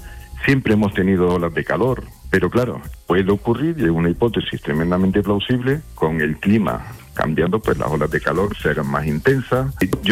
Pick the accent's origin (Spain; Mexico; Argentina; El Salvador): Spain; San Roque, Andalusia; born there; moved away; Yo parte de mi infancia la pasé en San Roque.